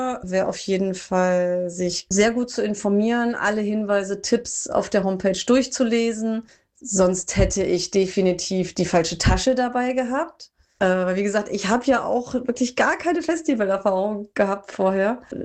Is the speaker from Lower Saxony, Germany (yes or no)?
yes; Salzgitter, Lower Saxony, Germany; aus Salzgitter.